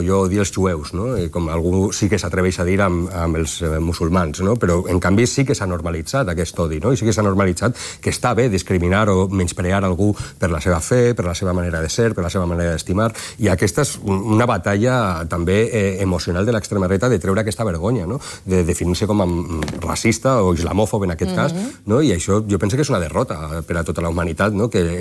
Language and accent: Catalan; Valencian Community, Spain; I com a valencià, doncs, amb el tema de la Dana